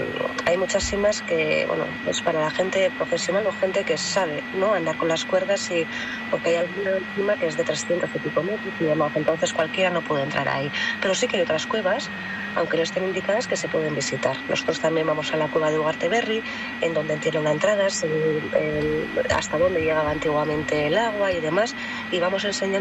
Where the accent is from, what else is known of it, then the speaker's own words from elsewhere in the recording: Aizarnazabal/Astur valley, Basque Country, Spain; yo soy de Astur, entonces es un sitio que amo mucho